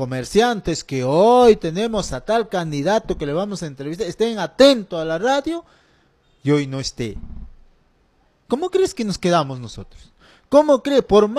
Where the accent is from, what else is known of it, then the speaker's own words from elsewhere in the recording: Peruvian Amazon, Peru; yo desde 1978 yo he llegado aquí a la selva y aquí me he criado desde la edad de 4 años.